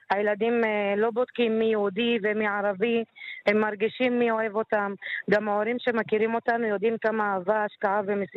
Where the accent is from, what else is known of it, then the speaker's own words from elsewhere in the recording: Tel Aviv-Yafo, Tel Aviv District, Israel; נכון, אני מיפו.